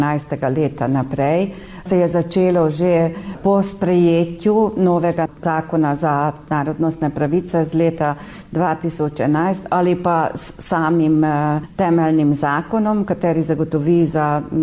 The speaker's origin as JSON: {"language": "Slovenian", "region": "Vas", "country": "Hungary", "said": "Slovenci na Madžarskem, čeprav številčno je najmanjša narodnost, je ena najbolj aktivna narodnost, marsikaj naredimo"}